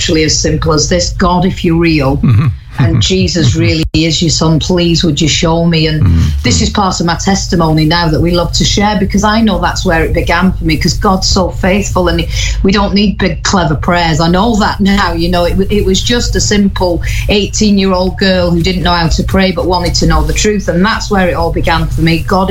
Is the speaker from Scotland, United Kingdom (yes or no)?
no; Wales, United Kingdom; also born or lived in Blackpool; I grew up in Wales. I was born in Blackpool, but I actually grew up in Wales. That's where my dad was from.